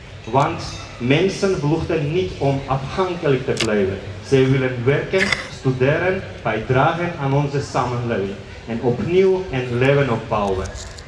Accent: Georgia; Dutch is a second language; now in Antwerp, Belgium; ik kom uit Georgië, ik ben al bijna 9 jaar in Antwerpen.

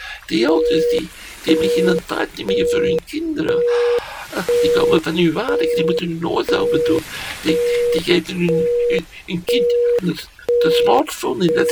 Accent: Belgium; als Belg moet je maar geen slechte frietjes serveren.

